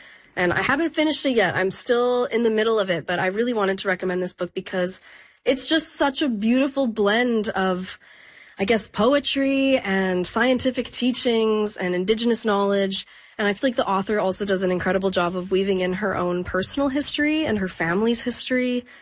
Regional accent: Edmonton, Alberta, Canada; also born or lived in Fort McMurray; a multidisciplinary artist from Edmonton, Alberta. I was born in Fort McMurray and now reside in the Treaty 6 region.

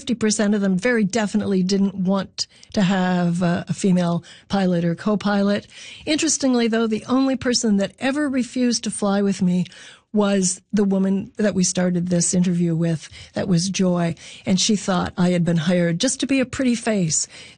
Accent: Belleville, Ontario, Canada; Belleville, Ontario, near the Trenton Air Force Base, just a bit west. We were on the west side of Belleville near the Trenton Air Force Base. And I grew up during the time of the Golden Hawks.

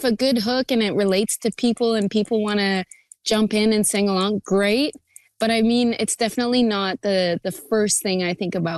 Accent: Manitoulin Island, Ontario, Canada; like my roots from Northern Ontario. And when I wrote this song, you know, I was definitely thinking of my hometown, my family, Manitoulin Island, you know, the beautiful landscape that we get to live on and my childhood.

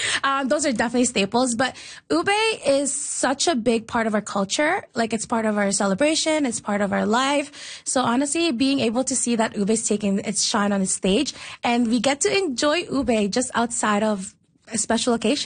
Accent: Philippines; a lot of people is kind of wondering, oh, is it only for Filipinos? I'm like, definitely not.

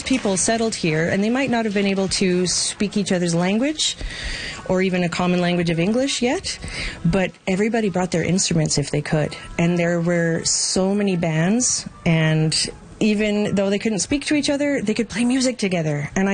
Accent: Crowsnest Pass, Alberta, Canada; I grew up in the Crow's Nest Pass and played in the orchestra here from about grade 7 till grade 9. And then I moved away and then went to music school and never thought I would get to return

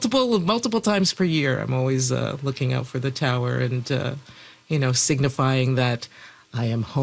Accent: Montreal, Quebec, Canada; now in Toronto, Canada; I am originally from Montreal. My family is still there. I go between the cities an awful lot.

